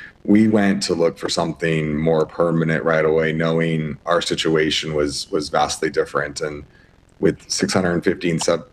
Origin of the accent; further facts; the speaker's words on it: Washington, United States; Annie grew up in California. I grew up in Washington. So the West Coast is our home.